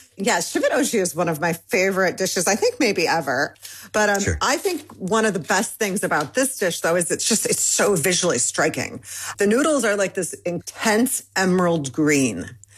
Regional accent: Michigan, United States; I'm Iranian American. I grew up in Michigan, but my dad and my mom's from Michigan.

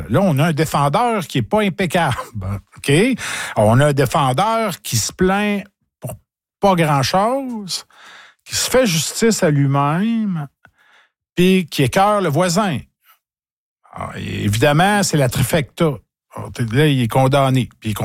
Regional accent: Nicolet, Quebec, Canada; C'est que moi, je viens de Nicolette, OK? Bon, alors moi, mon grand-père était avocat à Nicolette à l'époque.

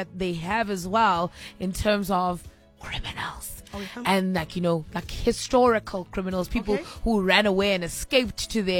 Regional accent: Soweto, Gauteng, South Africa; I'm from Soweto, so I know what a small township yard is.

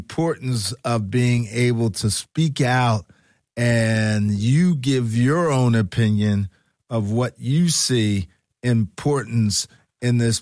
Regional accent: Philadelphia, Pennsylvania, United States; Because we're from Philadelphia and we love the Lord, but we also love our sports here in Philly

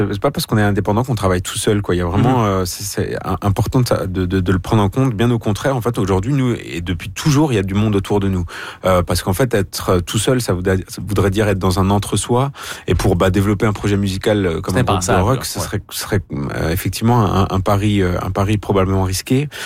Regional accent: Grand Est, France; On a collaboré avec un orchestre symphonique chez nous en Alsace, parce qu'on est alsacien en fait, de l'est de la France.

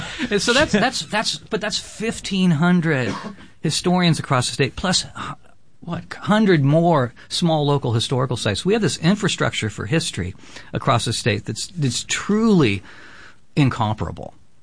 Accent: California, United States; because I grew up in California with Father Sarah, Jim Procera, and he was now been canonized.

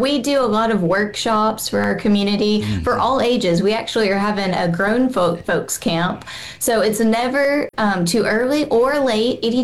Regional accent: Mississippi, United States; also born or lived in Corinth, Mississippi / Jackson, Mississippi; now in Ocean Springs, United States; so I've been in Mississippi most of my life, and it's funny, I was born in Corinth, and then I've made my way as far south as you can go in the state. But we moved to Ocean Springs a couple of years ago. I was in Jackson for about 10 years.

